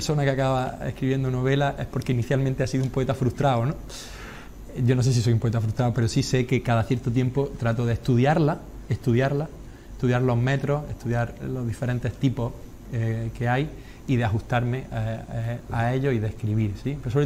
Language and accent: Spanish; Adra, Andalusia, Spain; born there; en mi pueblo, en mi querido pueblo, en Adra